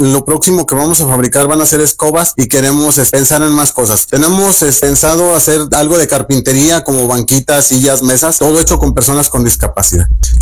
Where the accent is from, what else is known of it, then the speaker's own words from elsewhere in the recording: Cárdenas, San Luis Potosí, Mexico; now in Zona Media, San Luis Potosí, Mexico; Yo, por ejemplo, soy originario de Cárdenas, pero radico aquí en la zona media